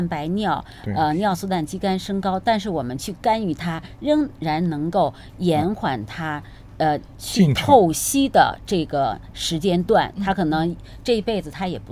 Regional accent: China

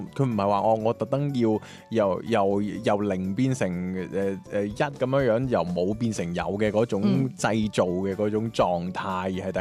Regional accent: China; 我哋中國人冇乜鎖匙，

